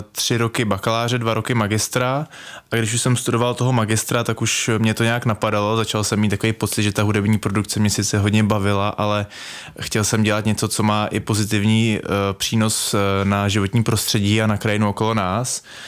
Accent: Kožlí, South Bohemian Region, Czechia; also born or lived in Písek; Já jsem z Kožlí u Orlíka, malý vesničky, asi 40 obyvatel, ale taky jsem jakoby vlastně městský člověk, hodně jsme jezdili do Prahy, do Písku jsem pak chodil na gymnázium, takže byl jsem jako blízko navázaný na město

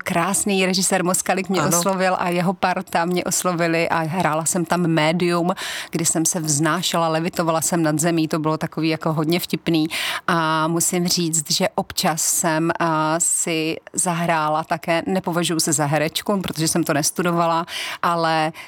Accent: Brno, South Moravian Region, Czechia; já jsu rodačka z Brna. A ráda to říkám i s tím su.

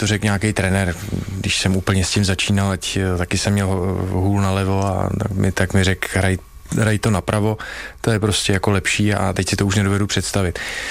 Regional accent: České Budějovice, South Bohemian Region, Czechia; jsem samozřejmě neuměl řeč, já jsem se neučil anglicky, já jsem se učil německy odmala, protože jsem vyrůstal v Českých Budějovicích a to bylo blíž k tomu Rakousku a takže jsme se učili skoro všichni německy a anglicky jsem se naučil potom nějak jako samouk a trošku na střední škole

